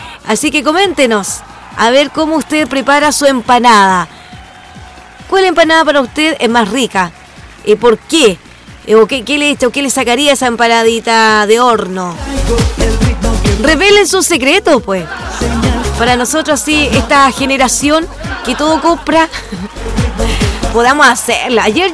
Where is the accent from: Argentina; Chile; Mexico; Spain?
Chile; Y las fiestas patrias también significan bastante para nosotros como chilenos.